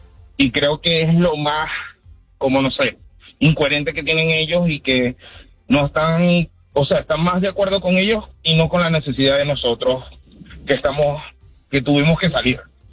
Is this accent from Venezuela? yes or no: yes; Venezuela; soy venezolano, de Pastor Maldonado